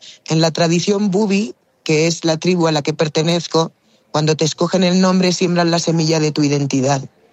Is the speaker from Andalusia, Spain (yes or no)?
no; Mallorca, Balearic Islands, Spain; born there; yo nací en Mallorca, en España.